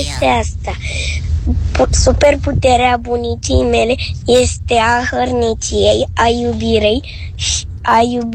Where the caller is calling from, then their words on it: Bucharest, Romania; din București și am 6 ani.